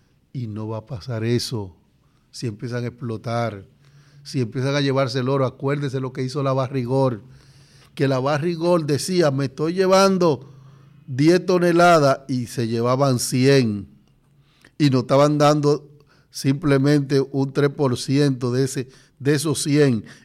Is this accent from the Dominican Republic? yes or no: yes; Baní, Peravia, Dominican Republic; also born or lived in El Cercado, San Juan, Dominican Republic; Yo soy sanjuanero de nacimiento. Me crea que en Baní, pero yo nací en un municipio que se llama El Cercado de San Juan.